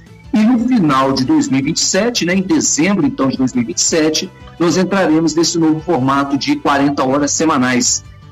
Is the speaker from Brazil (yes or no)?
yes; Minas Gerais, Brazil; also born or lived in São Paulo; Eu sou paulista, né, de naturalidade, mas me criei em Minas Gerais.